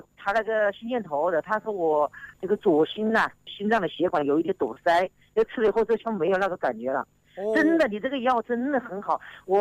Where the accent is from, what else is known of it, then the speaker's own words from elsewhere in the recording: Wuhan, Hubei, China; 我是武汉的，武汉汉口的。